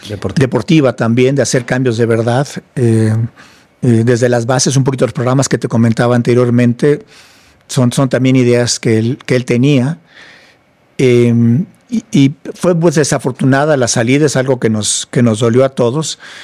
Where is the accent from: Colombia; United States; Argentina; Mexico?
Mexico; como mexicano, dices, oye, qué padre que pude hacer algo que dejó un impacto duradero en cómo se hace el deporte en el país